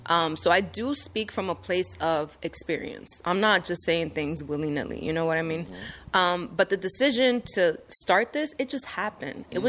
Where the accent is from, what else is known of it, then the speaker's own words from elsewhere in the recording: New York, United States; dad's side, Dominican Chinese, mom's side, Dominican Turkish, so I'm a big mutt. but I was born and raised in New York between the Bronx and Dyckman.